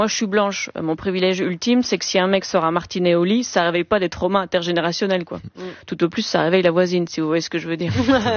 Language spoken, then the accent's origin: French; Belgium; Moi, je suis belge